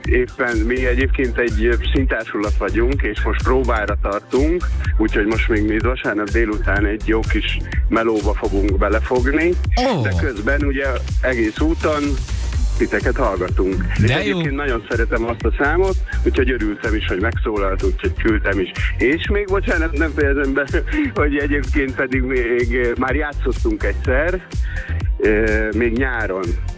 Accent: Miskolc, Borsod-Abaúj-Zemplén, Hungary; az miskolciak vagyunk egyébként

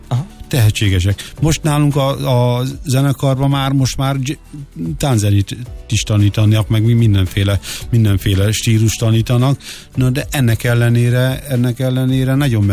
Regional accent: Törökszentmiklós, Jász-Nagykun-Szolnok, Hungary; born there; Törökszent Miklóson születtem

